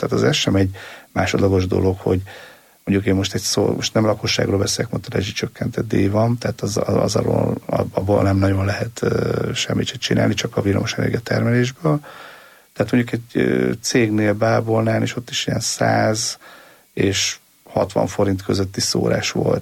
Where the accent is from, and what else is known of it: Hungary